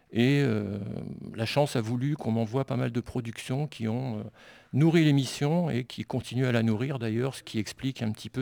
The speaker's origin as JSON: {"language": "French", "town": "Sens", "region": "Bourgogne-Franche-Comté", "country": "France", "said": "Donc moi je viens de Sens, qui est une petite ville à une centaine de kilomètres de Paris."}